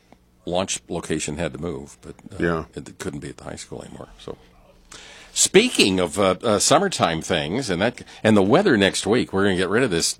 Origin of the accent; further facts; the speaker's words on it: Centralia, Illinois, United States; now in Ottawa, United States; as a kid in my hometown, Centralia